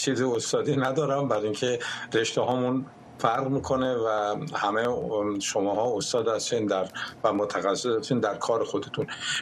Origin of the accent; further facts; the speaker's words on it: Iran; دغدغه من به عنوان یه ایرانی